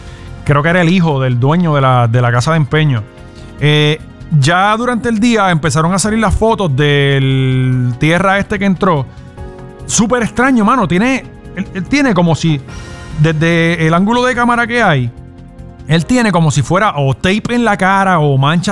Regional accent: Puerto Rico; Soy de Puerto Rico

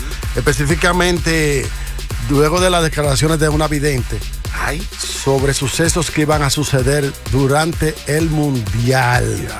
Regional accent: Ecuador; now in New York, United States; Somos ecuatorianos, bro, acá

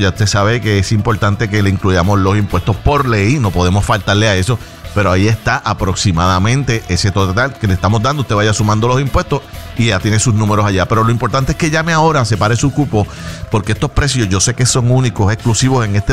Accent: Puerto Rico; este privilegio que tenemos nosotros como puertorriqueños, como boricuas, para viajar a Orlando o a cualquier parte del mundo

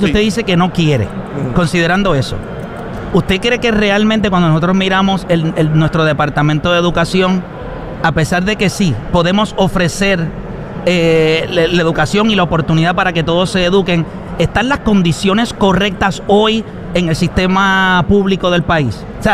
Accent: Puerto Rico; Yo creo que como puertorriqueños tenemos que ser capaces.

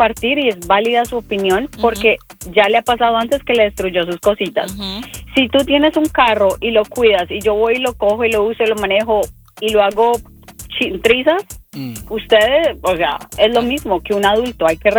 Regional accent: Colombia; Colombia.

